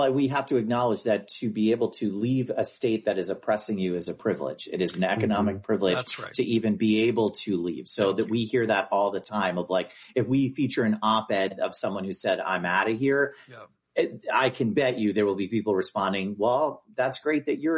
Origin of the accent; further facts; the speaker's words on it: New Jersey, United States; my home state of New Jersey